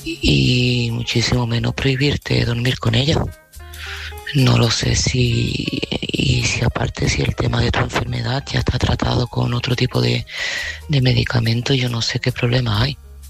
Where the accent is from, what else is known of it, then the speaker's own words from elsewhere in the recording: Seville, Andalusia, Spain; de Sevilla y este mensaje va para Ana.